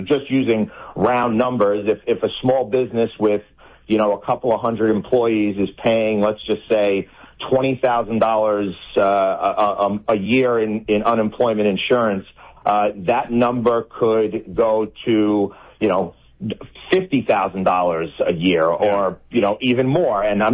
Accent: New York, United States; Like I said, my home state of New York, $2 million a day in fraud, but they do pay their bill.

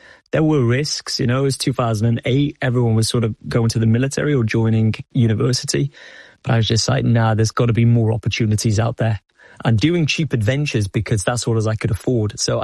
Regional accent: Old Colwyn, Wales, United Kingdom; that was very much me, you know, growing up in North Wales in Old Colwyn, you know, a place no one really knows

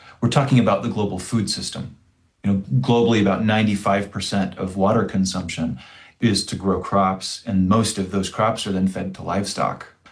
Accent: Orem, Utah, United States; Yeah, I grew up in Orem, Utah, just in Utah Valley, about half hour away from Great Salt Lake.

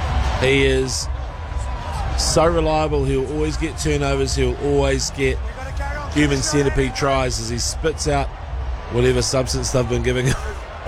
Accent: South Africa; It's shape being South African.

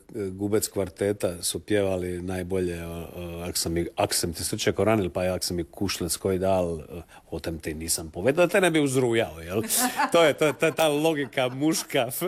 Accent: Tribunj, Šibenik-Knin County, Croatia; Ja sam se družil sa Zarepčancima još dok sam bil mali v Tribunju.

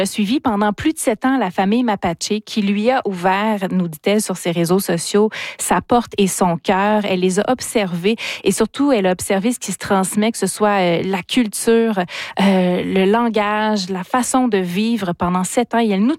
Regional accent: Quebec, Canada; chez nous en Abitibi-Témiscamingue.

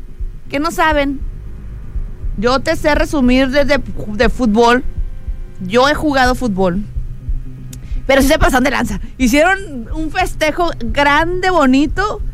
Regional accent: Mexico; somos los mexicanos

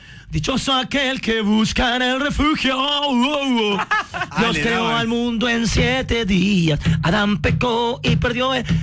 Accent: Argentina; soy recontra argentino

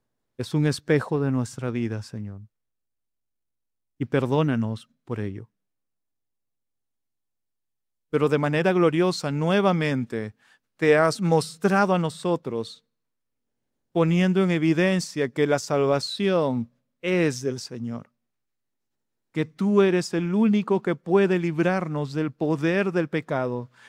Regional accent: Peru

